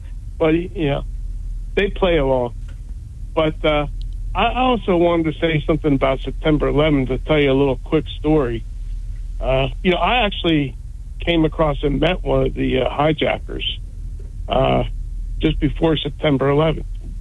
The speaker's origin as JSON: {"language": "English", "region": "New Jersey", "country": "United States", "said": "I said, oh, I'm from Jersey."}